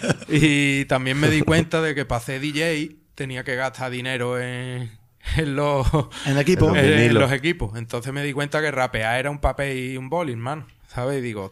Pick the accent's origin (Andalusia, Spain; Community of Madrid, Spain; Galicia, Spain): Andalusia, Spain; El Cuervo de Sevilla; soy del 93. Vale, tengo 32 años, llevo haciendo música desde 2009 aproximadamente. Yo soy del Cuervo, de Sevilla, un pueblecito, el último de la provincia.